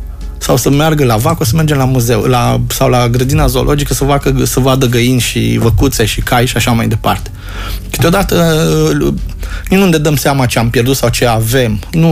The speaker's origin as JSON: {"language": "Romanian", "country": "Romania", "said": "Tu ca și român"}